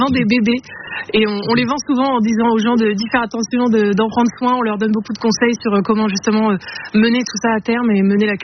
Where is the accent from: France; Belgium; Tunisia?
France; Île-de-France; moved away as an adult; je viens de Seine-Saint-Denis. Et les 25 premières années de ma vie, je n'ai pas vraiment vu de terreau.